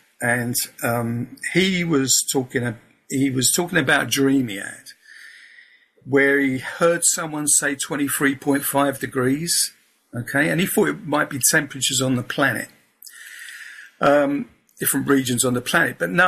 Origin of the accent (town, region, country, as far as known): Peckham, London, United Kingdom; born or raised there; accent: Southeast London